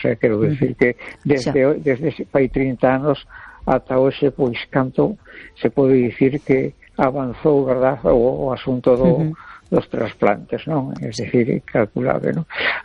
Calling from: A Coruña, Galicia, Spain; de La Coruña.

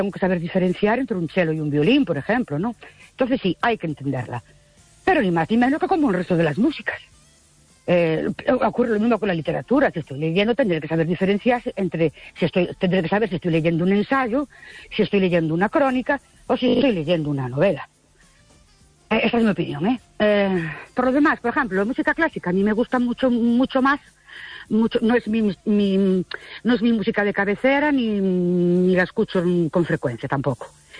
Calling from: Ourense, Galicia, Spain; de Ourense.

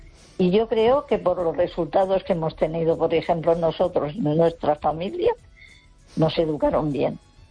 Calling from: Lugo, Galicia, Spain

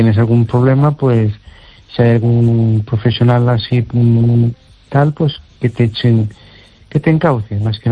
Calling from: Amoeiro, Galicia, Spain; de Amoeiro.

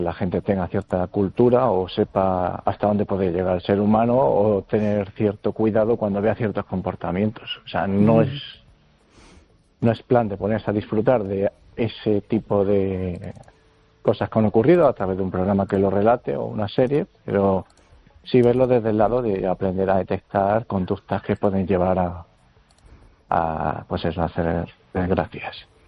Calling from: Vigo, Galicia, Spain

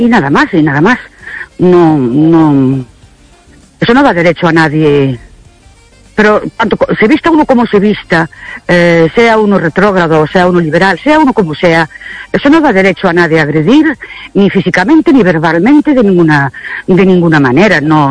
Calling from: Ourense, Galicia, Spain; Hola, buenas noches … de Urense otra vez.

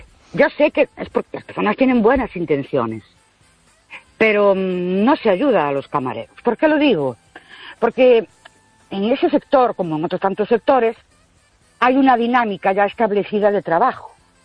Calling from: Ourense, Galicia, Spain; de Ourense otra vez.

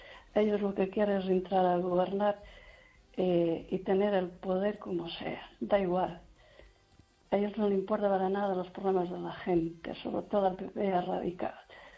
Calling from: Lugo, Galicia, Spain

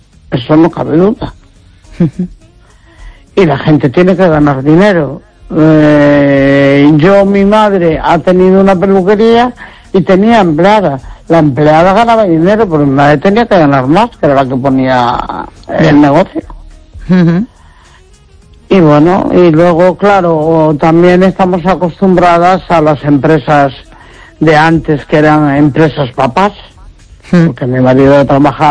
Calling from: Neda, Galicia, Spain; Hola, buenas noches, Esther.

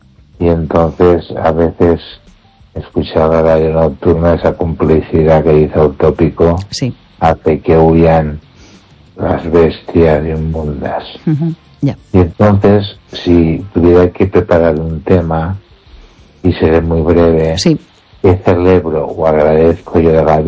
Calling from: Ourense, Galicia, Spain; de Orense.

